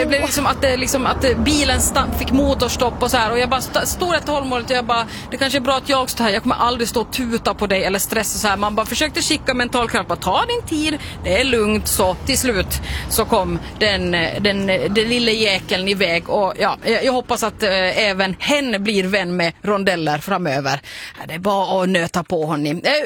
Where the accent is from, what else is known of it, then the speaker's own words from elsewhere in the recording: Finland; moved away; när jag var hemma i Finland i somras.